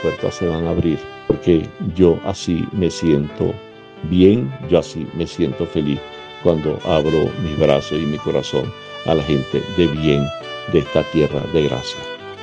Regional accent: Venezuela; somos los venezolanos

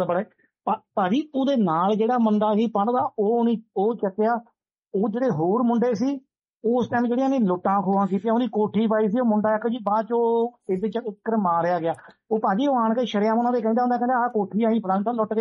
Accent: Palahi, Punjab, India; ਸਾਡੇ ਪਿੰਡ ਪਲਾਹੀ ਆ ਗਈ ਇਹ ਰਿਹਾਣਾ ਜੱਟਾਂ ਦੇ ਕੋਲ, ਪਿੰਡਿਆਂ ਨੇ ਵੀ ਜ਼ਮੀਨ ਉੱਥੇ ਖਰੀਦੀ ਵਾਲੀ।

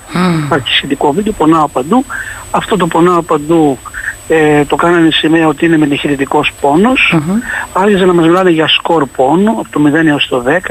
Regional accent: Katouna, Western Greece, Greece; born there; now in Thessaloniki, Greece; να ακουστώ και στην πατρίδα μου, την Λοκαρνανία.

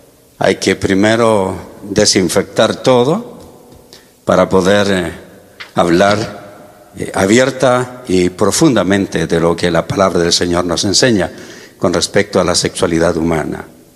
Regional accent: Chile; moved away

